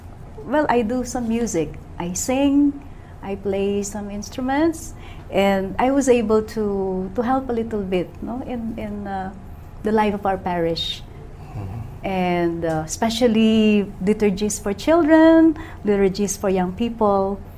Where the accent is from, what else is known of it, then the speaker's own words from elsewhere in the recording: Bacolor, Central Luzon, Philippines; in my town, mm-hmm. in Bacolor, in Pampanga.